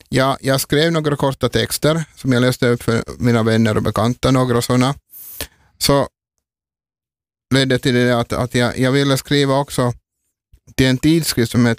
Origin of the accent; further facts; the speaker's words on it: Kokkola, Central Ostrobothnia, Finland; also born or lived in Helsinki; Jag föddes 1981 i Karleby.